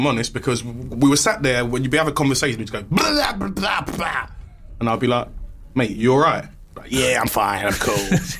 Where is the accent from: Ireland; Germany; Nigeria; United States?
Nigeria; you can tell I'm Nigerian, look at me, I'm sweating like...